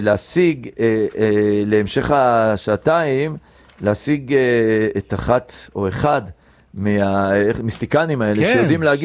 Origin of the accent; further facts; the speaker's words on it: Egypt; וכאילו אני אמרתי, תראו, אני מצרי.